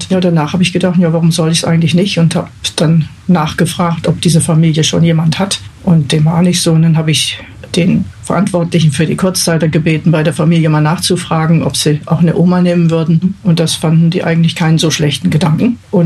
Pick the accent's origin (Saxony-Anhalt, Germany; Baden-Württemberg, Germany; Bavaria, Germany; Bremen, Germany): Bremen, Germany; now in Grünberg, Germany; lebe in Grünberg, welches gar nicht weit weg ist von Mücke. Ich stamme ursprünglich aus Bremen.